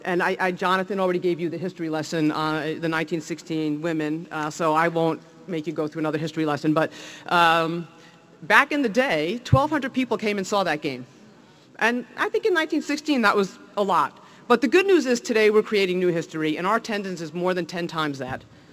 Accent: New Jersey, United States

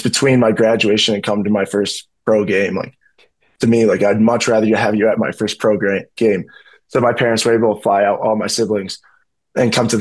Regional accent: Chicago, Illinois, United States; I'm from Chicago. I'm a diehard Bears fan.

